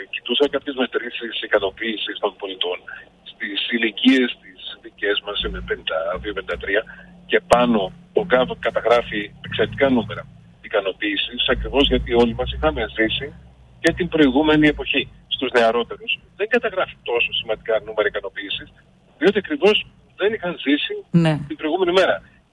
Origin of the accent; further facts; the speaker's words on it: Trikala, Thessaly, Greece; γεννημένος και μεγαλωμένος στα Τρίκαλα